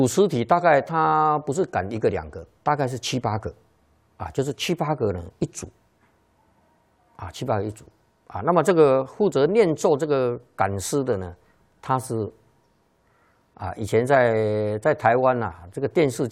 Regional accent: China; 那么我们中国人呢，啊，中国的古人呐，都有一个观念。

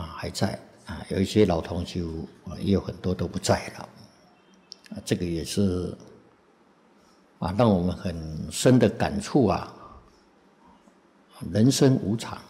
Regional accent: China; 翻成中文啊，我们中国人读起来不顺口。

